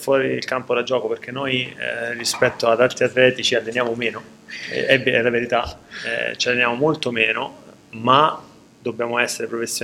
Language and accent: Italian; Abruzzo, Italy; now in Cremona, Italy; io sono abruzzese, mia moglie è di Roma